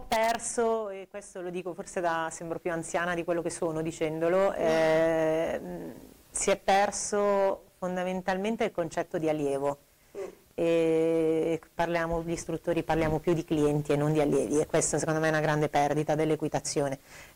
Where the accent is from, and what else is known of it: Lecco, Lombardy, Italy